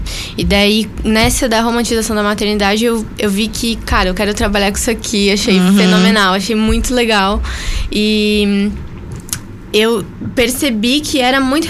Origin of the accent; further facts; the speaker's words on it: Porto Alegre, Rio Grande do Sul, Brazil; De Porto Alegre, eu sou natural de Porto Alegre.